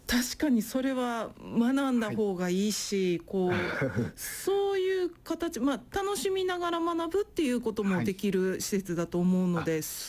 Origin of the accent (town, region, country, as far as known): Tokushima, Japan; born there